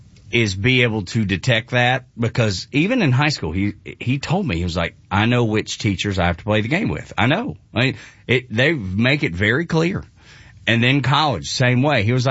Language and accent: English; the South, United States